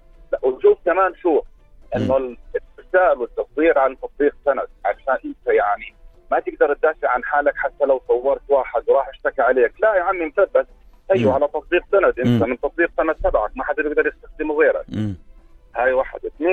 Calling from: Jordan; انا مواطن اردني

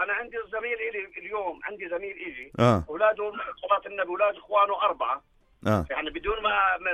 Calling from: Jordan; عندنا في الأردن

